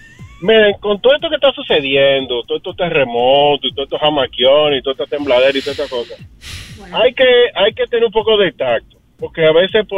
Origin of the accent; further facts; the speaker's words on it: Dominican Republic; que estemos tranquilos como pueblo dominicano